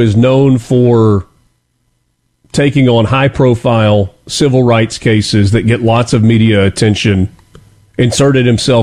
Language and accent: English; Oxford, Mississippi, United States; Maybe closer to 400 miles north of Ocean Springs in Oxford, which is my hometown.